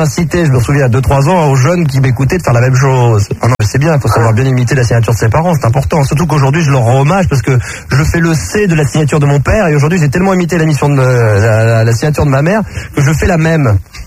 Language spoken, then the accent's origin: French; Versailles, Île-de-France, France; born there